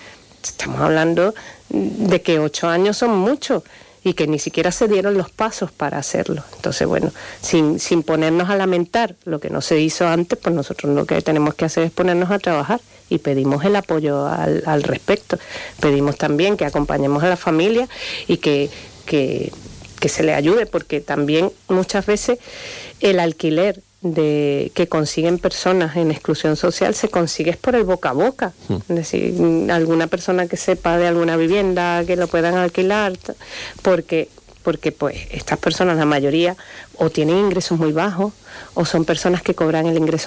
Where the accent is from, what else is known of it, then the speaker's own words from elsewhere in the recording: Venezuela; yo soy de origen venezolano y tengo muchos paisanos que comparten pisos 2 y 3 familias.